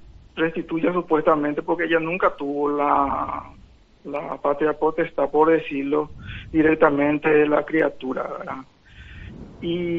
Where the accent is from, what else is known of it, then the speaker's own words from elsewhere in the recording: Paraguay; yo también soy paraguayo